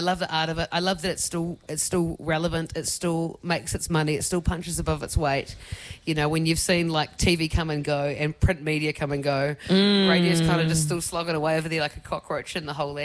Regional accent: Dargaville, Northland, New Zealand; in Dargaville, my hometown, and did that for like the whole of sixth and then seventh form.

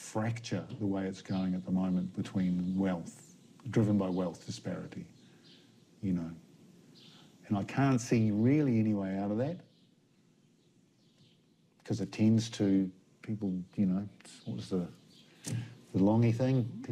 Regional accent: New Zealand

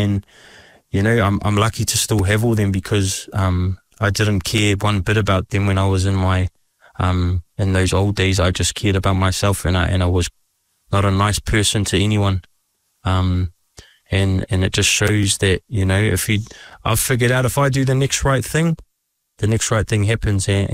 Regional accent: Wellsford, Auckland, New Zealand; moved away; I'm from Wellsford

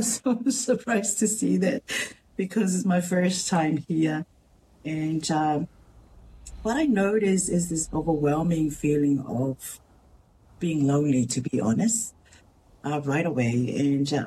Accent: Tonga; moved away as an adult; also born or lived in Auckland, New Zealand; now in New Zealand; I grew up in Tonga. It is a very religious-based kind of a community there where I grew up.

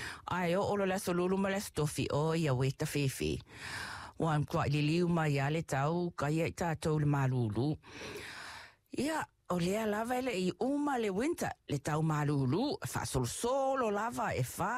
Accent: Samoa; moved away; I grew up in Samoa, and we had 2AB, our one radio station

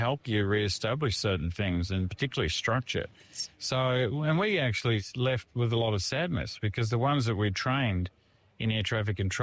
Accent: Ballarat, Victoria, Australia; born there; now in Toowoomba, Australia; Well, I've lived in many parts of Australia, but my birthplace is Ballarat in Victoria.

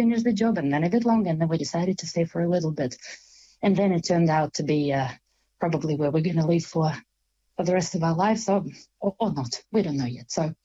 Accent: Kharkiv, Kharkiv Oblast, Ukraine; English is a second language; moved away as an adult; now in Christchurch, New Zealand; I'm from Ukraine, from the eastern part of Ukraine, from one of the biggest cities called Kharkiv. We came, my husband and I, we came to New Zealand.

